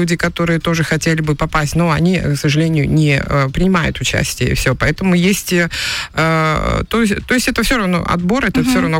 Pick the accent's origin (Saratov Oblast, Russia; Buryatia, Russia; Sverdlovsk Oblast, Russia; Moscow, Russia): Buryatia, Russia; now in Tanzania; Ну, я из Бурятии.